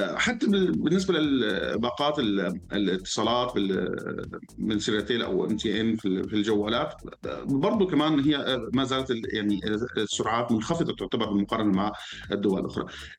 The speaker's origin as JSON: {"language": "Arabic", "country": "Syria", "said": "لكن يبدو لنا كنحن كدولة ممكن يعني في سوريا أو أنا كمواطن سوري فيني أعتبر ممكن هذه المنافسة تكون بالنسبة إلي هي فرصة صراحة"}